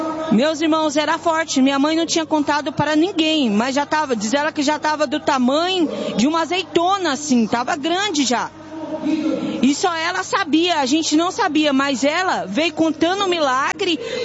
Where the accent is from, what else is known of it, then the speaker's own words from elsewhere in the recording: São Paulo, Brazil; Eu venho daqui de São Paulo mesmo.